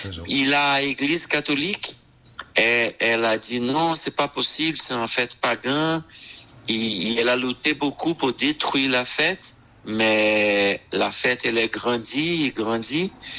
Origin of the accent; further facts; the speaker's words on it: Brazil; moved away as an adult; now in Montpellier, France; je suis brésilien en France.